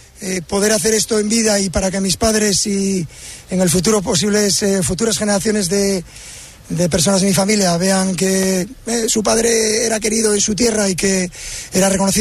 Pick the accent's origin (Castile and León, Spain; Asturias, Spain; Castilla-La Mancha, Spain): Asturias, Spain; Gijón; moved away